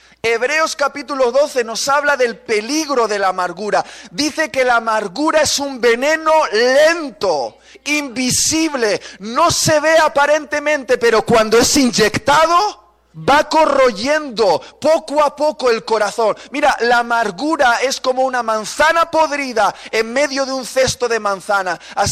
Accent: Basque Country, Spain; Yo en el País Vasco me encantan los pinchos de tortilla y el chiquito, somos vascos

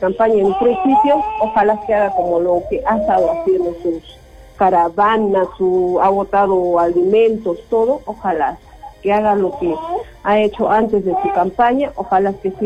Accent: Peru; born there; yo soy nacida acá en Pocarpata, Jorge Chávez

